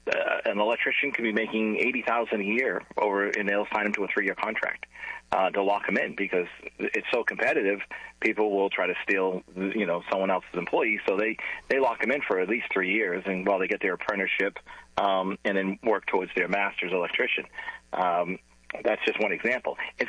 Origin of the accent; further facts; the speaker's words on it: Massachusetts, United States; moved away as an adult; now in Florida, United States; When I grew up in Massachusetts many years ago